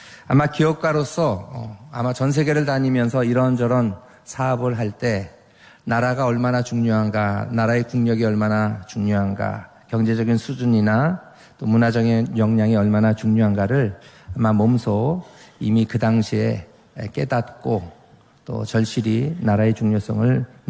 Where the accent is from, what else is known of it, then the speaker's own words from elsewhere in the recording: South Korea; 우리 그리스도인들은 하나님께서 우리 가운데 대한민국에서 태어나게 하셨고 대한민국 국민이 되게 하셨다는 그 하나님의 섭리를 믿음으로 고백하면서